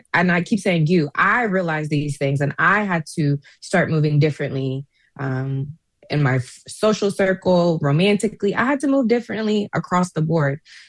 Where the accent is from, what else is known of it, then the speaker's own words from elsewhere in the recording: Atlanta, Georgia, United States; moved away; I'm originally from Atlanta